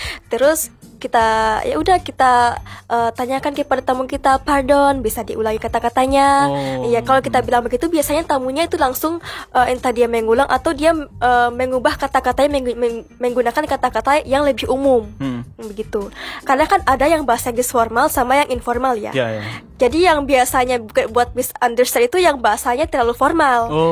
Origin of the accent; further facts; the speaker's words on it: Wakatobi, Southeast Sulawesi, Indonesia; I'm from Wakatobi in Wangi-Wangi Island, exactly.